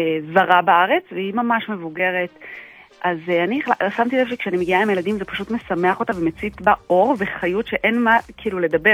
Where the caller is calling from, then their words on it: Jerusalem, Jerusalem District, Israel; אני מירושלים, אני ככה תוך כדי עבודה, תוך כדי בדיקות